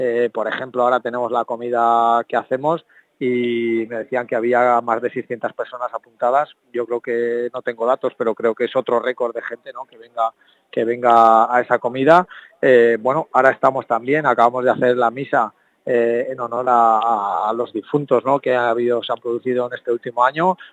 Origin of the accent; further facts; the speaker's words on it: Calanda, Aragon, Spain; yo es que estoy enamorado de mi pueblo y sobre todo de mi gente y de la gente de Calanda